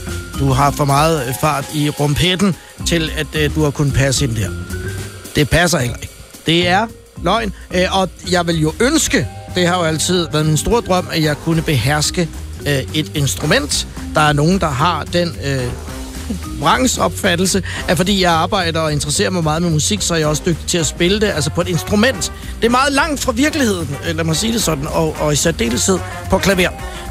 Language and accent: Danish; Virum, Capital Region of Denmark, Denmark; Kaplevej i Virum, hvor jeg er vokset op.